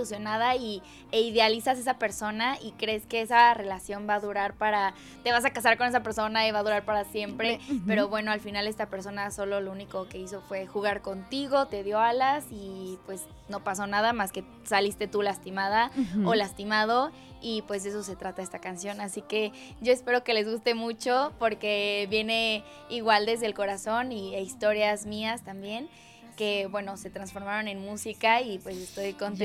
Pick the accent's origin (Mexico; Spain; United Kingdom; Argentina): Mexico; soy una cantante mexicana